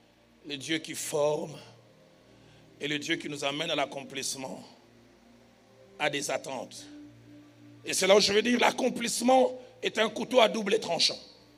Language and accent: French; Lausanne, Vaud, Switzerland; J'ai grandi à Lausanne.